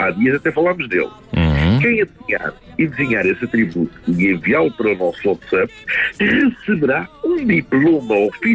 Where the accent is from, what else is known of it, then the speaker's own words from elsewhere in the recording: Montijo, Setúbal, Portugal; Nasci no Montijo, em casa.